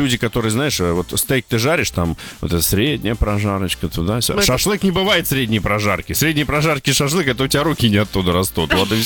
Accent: Armenia; Я армянин как раз.

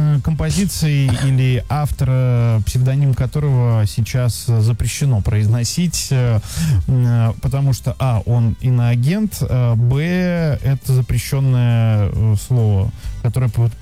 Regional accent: Bryansk, Bryansk Oblast, Russia; Я помню, я поехал из Брянска в Санкт-Петербург на день открытых дверей в военную академию, куда я поступал, и остановился у двоюродного брата.

